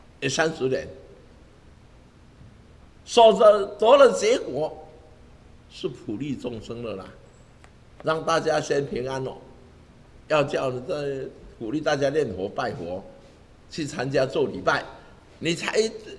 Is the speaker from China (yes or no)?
no; Taiwan